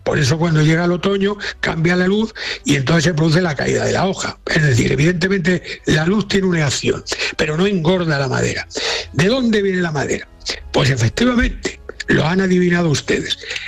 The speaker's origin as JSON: {"language": "Spanish", "region": "Castile", "country": "Spain", "tie": "born or raised there", "said": "En mi pueblo, por ejemplo, castellano"}